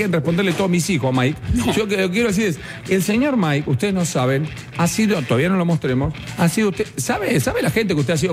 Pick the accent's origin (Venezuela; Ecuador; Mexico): Mexico; born there; Yo soy nacido en México y amo a Messi.